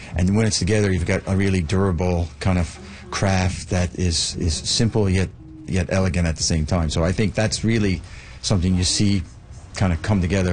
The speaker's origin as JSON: {"language": "English", "region": "Newfoundland and Labrador", "country": "Canada", "tie": "born or raised there", "said": "I grew up in Newfoundland, and my uncle's father-in-law was a master dory builder."}